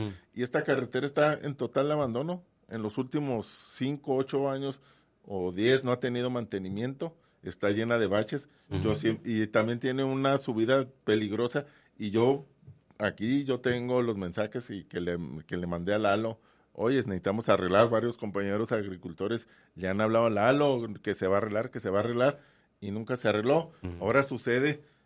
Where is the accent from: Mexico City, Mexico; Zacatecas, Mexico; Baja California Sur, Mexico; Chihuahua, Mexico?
Chihuahua, Mexico; Jiménez; Mira, yo soy de Jiménez.